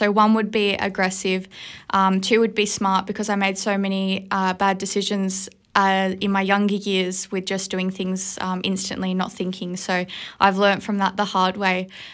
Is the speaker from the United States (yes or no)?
no; Australia; moved away; being an Aussie